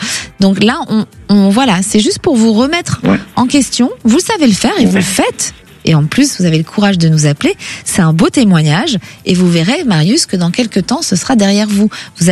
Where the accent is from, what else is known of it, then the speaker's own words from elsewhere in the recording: Villejuif, Île-de-France, France; Moi, j'ai grandi à côté, à Villejuif.